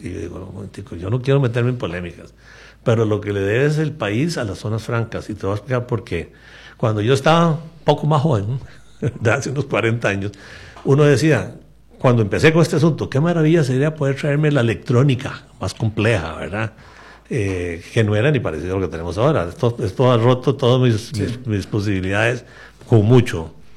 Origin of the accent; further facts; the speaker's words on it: Costa Rica; ¿En qué estamos nosotros los costarricenses?